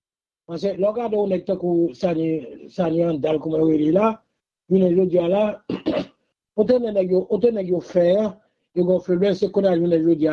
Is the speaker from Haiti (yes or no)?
yes; Haiti; je suis haïtien, je dis ça fort et jusqu'au bout, jusqu'à la dernière jour de ma vie. Je dis, je vais toujours être haïtien